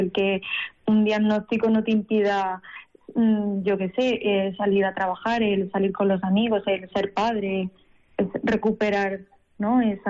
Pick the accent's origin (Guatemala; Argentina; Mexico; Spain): Spain; Granada, Andalusia; moved away as an adult; now in Huesca, Spain; Soy de Granada, pero